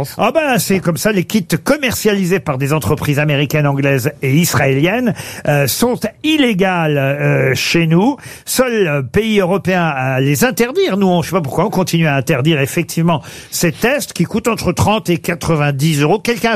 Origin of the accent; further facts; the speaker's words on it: France; C'est interdit chez nous en France.